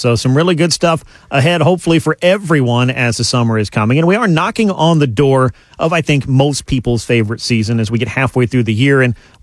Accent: Georgia, United States; I grew up in South Georgia, so we would just try to get away a little bit.

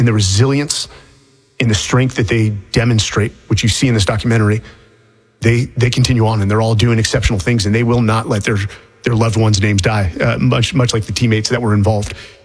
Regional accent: California, United States; you know, I grew up in the Bay Area.

